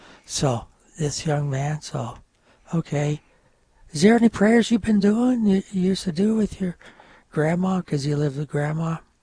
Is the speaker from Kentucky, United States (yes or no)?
no; New York, United States; first language French; English is a second language; moved away as an adult; if you're French. English is my second language. Originally from the North Country of New York, that is Quebec, and my mother was from Montreal, so all we spoke was French at home.